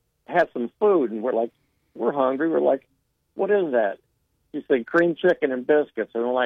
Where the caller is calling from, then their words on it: Barberton, Ohio, United States; we're from Barberton.